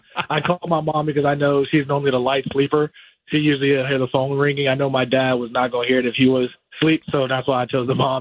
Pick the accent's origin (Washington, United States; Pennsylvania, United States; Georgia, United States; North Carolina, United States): Georgia, United States; Obviously, we're on the West Coast, and I'm from Georgia myself.